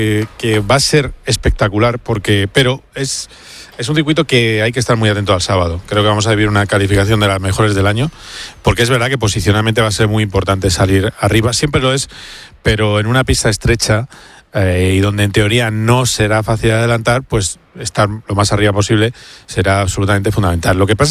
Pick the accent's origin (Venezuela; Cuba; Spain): Spain; Madrid, Community of Madrid